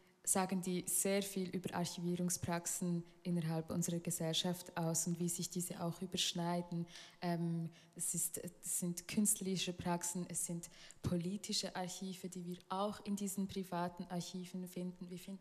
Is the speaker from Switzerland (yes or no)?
yes; Solothurn, Switzerland; born or raised there